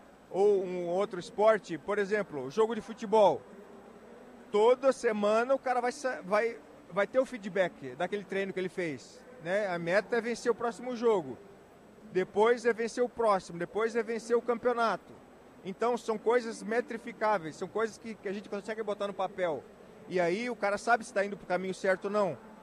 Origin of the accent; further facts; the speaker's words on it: Joinville, Santa Catarina, Brazil; moved away; Nascido e criado em Joinville, gente.